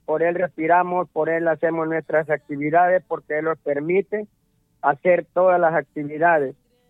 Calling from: La Lima, Cortés, Honduras; de la Lima Cortés

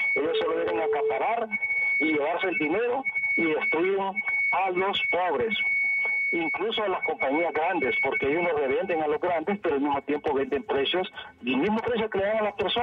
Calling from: Tegucigalpa, Francisco Morazán, Honduras

